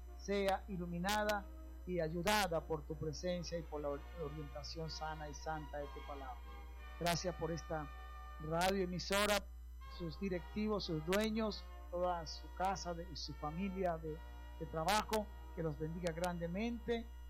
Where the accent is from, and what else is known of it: Colombia